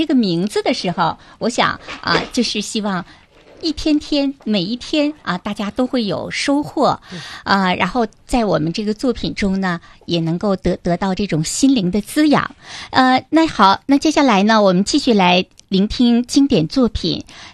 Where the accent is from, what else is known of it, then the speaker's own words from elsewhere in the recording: Northeast China, China; 我觉得我们东北人哈，可以说都有这种冰雪的 情节。